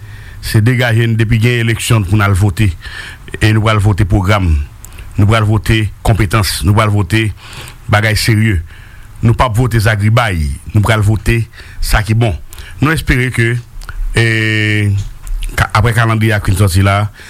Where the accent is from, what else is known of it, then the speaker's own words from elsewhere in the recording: Haiti; je suis haïtien.